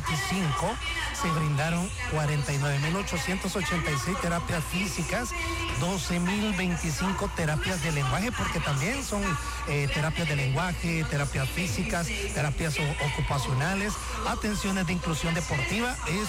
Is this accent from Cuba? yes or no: no; El Salvador